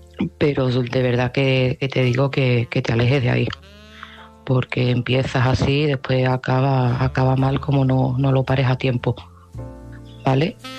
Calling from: Seville, Andalusia, Spain; de Sevilla y este mensaje va para Sandra.

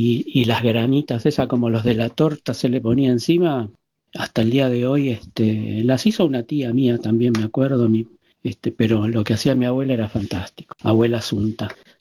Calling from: Virrey del Pino, Buenos Aires Province, Argentina; soy de Virrey del Pino.

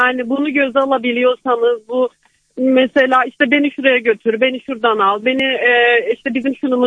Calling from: Gaziantep, Turkey; ben Gaziantep'ten arıyorum.

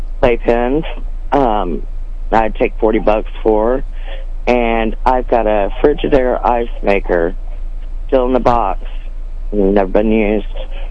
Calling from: Marshall, Missouri, United States

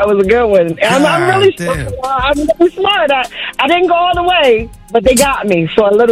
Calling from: New York City, New York, United States; I'm calling from Brooklyn.

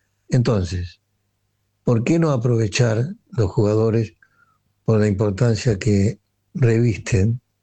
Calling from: Buenos Aires, Argentina; de Capital, barrio de Montserrat.

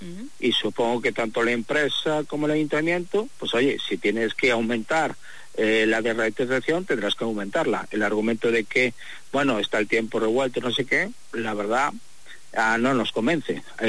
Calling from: Vilagarcía de Arousa, Galicia, Spain; Desde Vilagarcía, Asociación Fuente de la Coca.

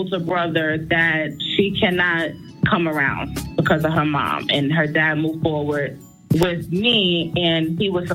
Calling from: New York City, New York, United States

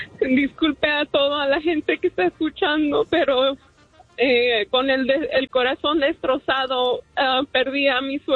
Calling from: Pomona, California, United States; De la ciudad de Pomona, California

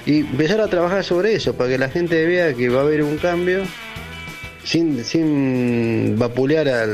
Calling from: Máximo Paz, Buenos Aires Province, Argentina; de Máximo Paz.

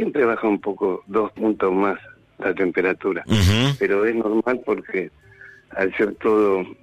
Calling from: Brandsen, Buenos Aires Province, Argentina; De Bransen.

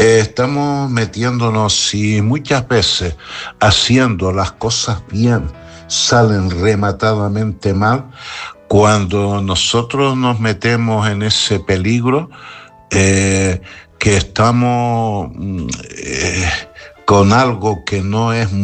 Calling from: Las Palmas de Gran Canaria, Canary Islands, Spain; Buenas noches, Luis, desde Las Palmas de Gran Canaria.

